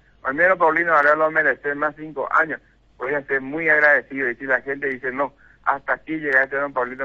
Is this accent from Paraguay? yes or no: yes; Paraguay; Soy paraguayo, mayor de edad, no soy de San Agustín, pero tengo esta linda ciudad en mi corazón. Soy de acá casi 24 horas por día, estoy por San Agustín.